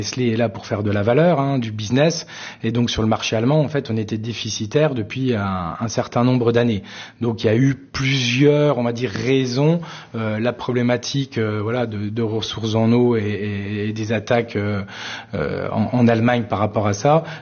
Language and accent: French; Vittel, Grand Est, France; Moi, je suis né à Vittel, je suis né en 76, je suis un des derniers nés à Vittel, hein, parce qu'après la maternité a fermé.